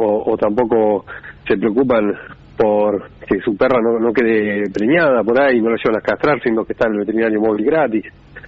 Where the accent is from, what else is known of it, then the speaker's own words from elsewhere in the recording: Argentina; now in Punta Alta, Argentina; Eso habla de la empatía que tenemos como argentinos, ¿no es cierto? Sabe pasar acá en Punta Alta